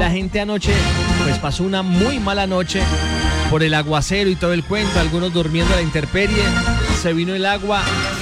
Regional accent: Colombia; porque somos colombianos

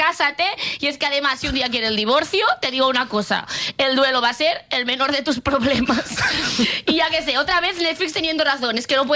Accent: Andalusia, Spain; Aquí sí que soy andaluza.

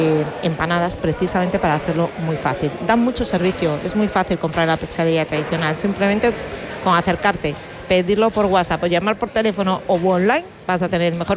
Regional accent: Galicia, Spain; yo que soy gallega

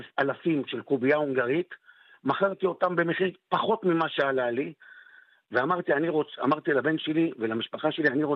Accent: Kiryat Shmona, Northern District, Israel; אנחנו גדלנו בדור, במקום, בקריית שמונה, כן, שלא כל המשפחות האלה הם כסף לקנות חולצה בחנות

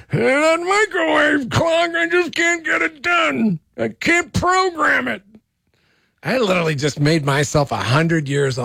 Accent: New York, United States; JJ, I'm from New York. Back, you know, it's different now though, but I don't remember it. Monday Night Football, when I was growing up, it came on at 9 o'clock in New York.

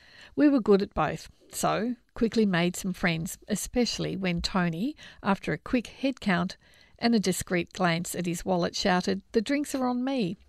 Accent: United Kingdom; moved away as an adult; now in Australia; Growing up in Britain, no one I knew had a gun, and licences were practically impossible to obtain, which brings me to my first week in Australia as a newly landed migrant.

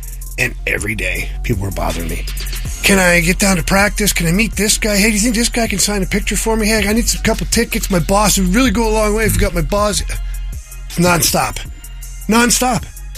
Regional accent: Ottawa, Ontario, Canada; I go, Marshy, I thought playing in my hometown was going to be awesome.

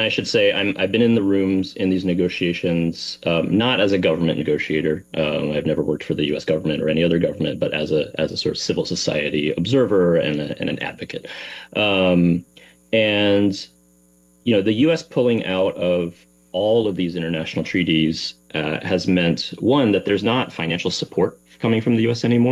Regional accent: North Carolina, United States; thinking about growing up in North Carolina, it used to snow there regularly every winter when I was a kid.

